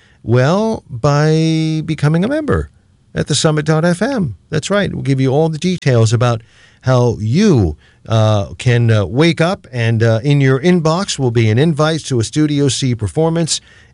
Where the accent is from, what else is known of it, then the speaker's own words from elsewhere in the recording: Canton, Ohio, United States; Non-commercial public radio for Akron and my hometown of Canton, the Hall of Fame City at 91.3 FM